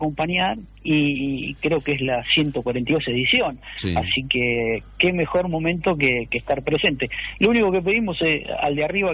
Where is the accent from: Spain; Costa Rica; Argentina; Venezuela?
Argentina; Jacinto Arauz, La Pampa; Mis raíces son de la zona, vengo de Jacinto Arauz, de raíz.